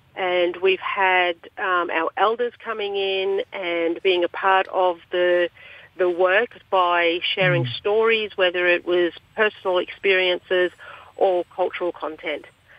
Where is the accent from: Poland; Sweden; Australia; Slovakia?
Australia; I'm from Minjinbul clan of the Bundjalung Nation and Juru from Bowen up to Home Hill.